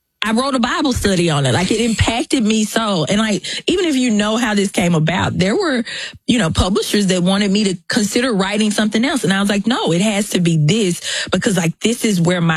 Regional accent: Mississippi, United States; born or raised there; accent: Southern

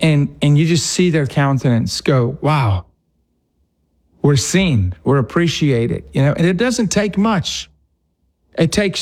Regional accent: Omaha, Nebraska, United States; born or raised there; also born or lived in Paducah, Kentucky

